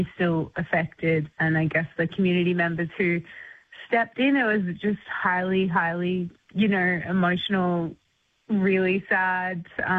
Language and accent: English; Forster, New South Wales, Australia; I'm from Foster, Omar, my country. Like, you know, I mean, this is local radio, so we're like 30 minutes south of Taree.